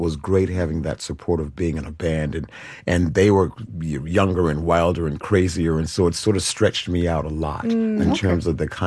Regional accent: North Carolina, United States; born there; Well, I was born in North Carolina, and the first voice I ever heard was probably my mom's booming alto gospel voice, probably in utero.

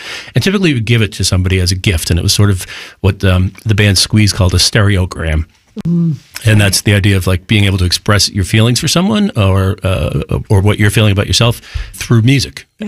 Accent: Boston, Massachusetts, United States; Growing up in Boston, it was always

